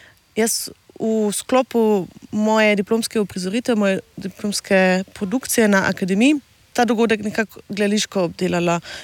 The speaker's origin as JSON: {"language": "Slovenian", "region": "Carinthia", "country": "Austria", "said": "Omenila sem že, da sem koroška Slovenka"}